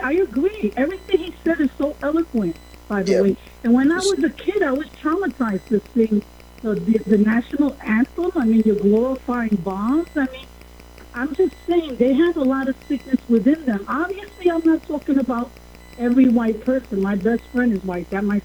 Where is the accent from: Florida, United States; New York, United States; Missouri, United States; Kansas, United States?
New York, United States; Bronx; … from the Bronx.